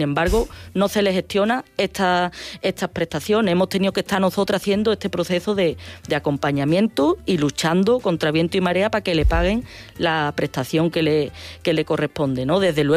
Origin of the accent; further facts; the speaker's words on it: Escacena del Campo, Andalusia, Spain; en nuestros pueblos teníamos agua a dos años vista, y en mi pueblo Escacena del Campo nos pasó, ¿no?